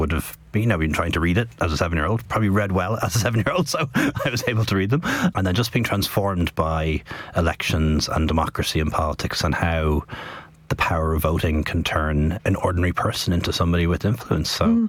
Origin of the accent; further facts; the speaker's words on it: Dublin, Leinster, Ireland; I was the only brown kid with a funny name growing up in West Dublin at the time. It's a very different place now, I can tell you.